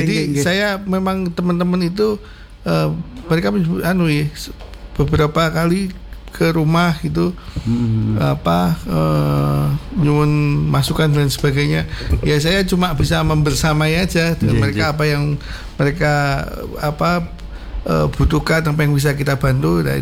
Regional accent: Java, Indonesia; kita itu orang Jawa

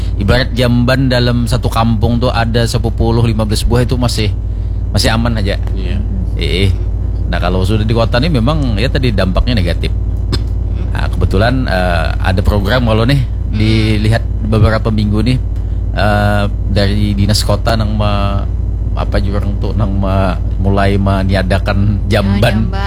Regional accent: South Kalimantan, Indonesia; Jadi sesuai dengan falsafah kami orang Kalimantan

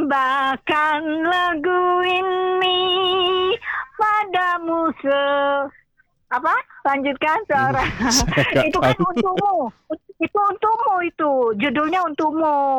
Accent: Bandung, West Java, Indonesia; Karena kan dia asli dari lemburnya saya juga. Tahu lembur enggak? Dari daerah aku kan, dari Bandung gitu loh.

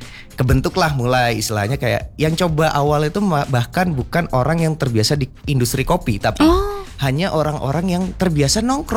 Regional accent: Bogor, West Java, Indonesia; Sebenarnya aku dari gede di Bogor.

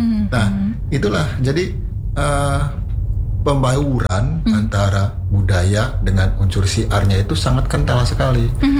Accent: Cirebon, West Java, Indonesia; kita orang Cirebon biasanya menyebut panjang itu dengan kata lain piringnya.

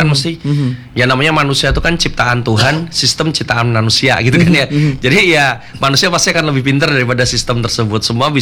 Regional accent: Yogyakarta, Special Region of Yogyakarta, Indonesia; Oh, saya asli Jogja.

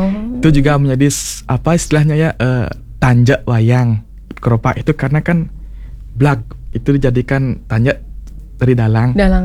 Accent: Bali, Indonesia; kita orang Bali

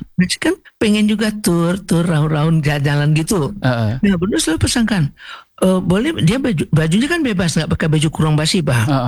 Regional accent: West Sumatra, Indonesia; Kalau kita Minang gak pakai batik di bawah.

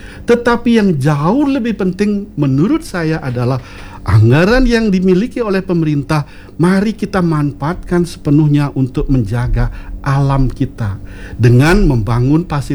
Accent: Bali, Indonesia; Kita masyarakat Bali

